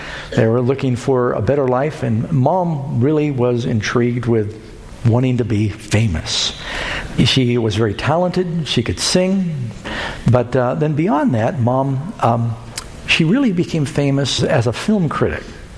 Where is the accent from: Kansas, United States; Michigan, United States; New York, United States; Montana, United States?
New York, United States; New York City; also born or lived in Southern California; Now, I grew up mostly in New York City. I'm born in Southern California. Mom moved to New York City after she divorced Dad.